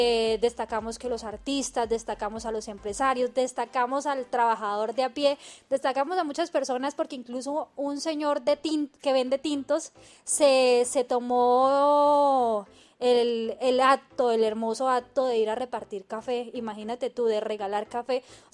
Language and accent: Spanish; Colombia; lo que nos caracteriza también como colombianos